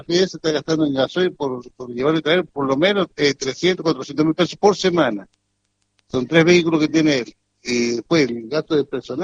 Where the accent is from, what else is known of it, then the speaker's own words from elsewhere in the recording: San Juan, Argentina; Yo soy sanjuanino y allá no hay.